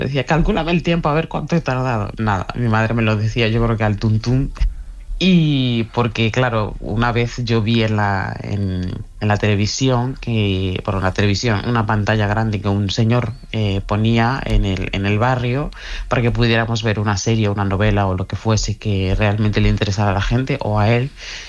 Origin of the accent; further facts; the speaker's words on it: Mali; moved away; cuando yo salí de Mali hace 15 años, las personas con albinismo pues éramos perseguidas